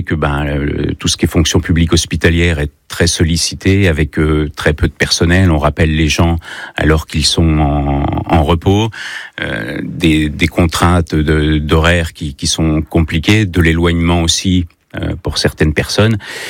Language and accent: French; Centre-Val de Loire, France; comme on dit chez nous dans le Berry